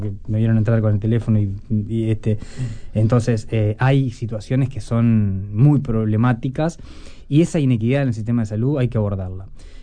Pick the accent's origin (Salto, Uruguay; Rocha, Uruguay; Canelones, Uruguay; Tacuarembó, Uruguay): Salto, Uruguay; now in Costa Canaria, Uruguay; Yo soy de Salto y ahora vivo en la Costa Canaria, por lo tanto considero que vivo afuera de Montevideo.